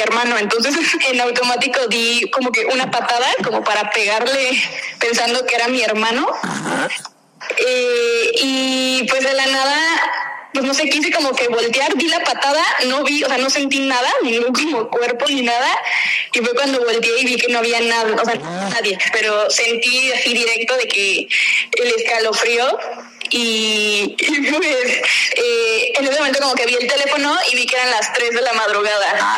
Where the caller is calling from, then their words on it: Mexico City, Mexico; De la Ciudad de México.